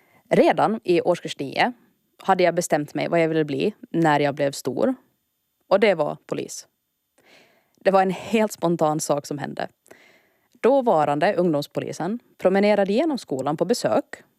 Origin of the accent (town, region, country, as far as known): Åland Islands